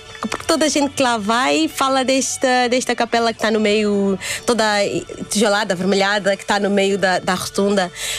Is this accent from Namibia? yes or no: yes; Oshakati, Oshana, Namibia; Depois de Vinduca, mais populada, Vinduca, depois vem o Oxacate, de onde eu sou.